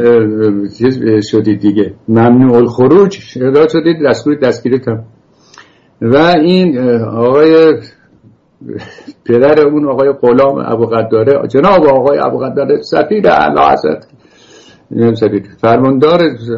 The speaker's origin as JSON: {"language": "Persian", "country": "Iran", "also_born_or_lived": "France / England", "moved": "as an adult", "lives_now": "United States", "said": "ما رفتیم به انگلیس و بعد رفتیم به اول فرانسه و بعد انگلستان و از انگلستان آمدیم آمریکا و فرهنگ برای ما بیگانه بود. با همون لباس و خودشلواری که ایران میپوشیدیم"}